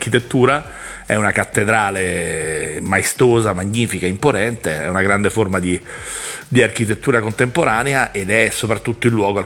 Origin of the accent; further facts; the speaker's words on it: Rome, Lazio, Italy; io l'ho detto tante volte da romano, quindi da persona che adesso si affaccia alla finestra, dalla finestra vede lo stadio olimpico